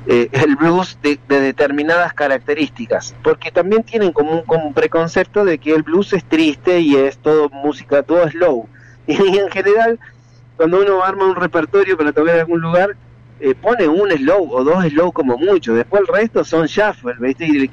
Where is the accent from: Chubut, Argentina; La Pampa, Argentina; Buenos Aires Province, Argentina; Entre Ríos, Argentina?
Chubut, Argentina; Esquel; also born or lived in Córdoba; now in Neuquén, Argentina; Yo soy nacido y criado en Esquel. Después me fui a Córdoba, estuve muchos años en Córdoba.